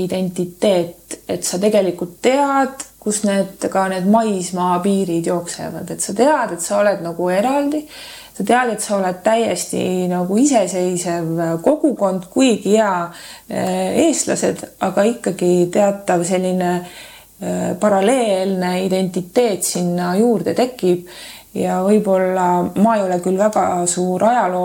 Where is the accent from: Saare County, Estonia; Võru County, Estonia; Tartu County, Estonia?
Saare County, Estonia